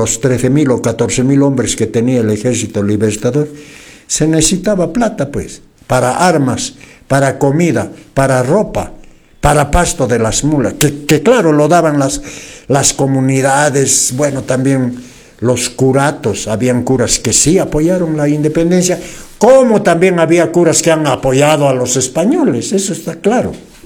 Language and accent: Spanish; Peru